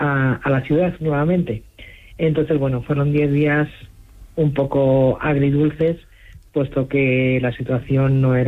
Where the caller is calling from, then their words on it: Valencia, Valencian Community, Spain; de Valencia.